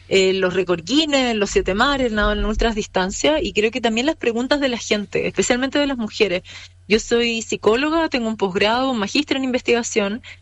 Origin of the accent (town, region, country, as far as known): Chile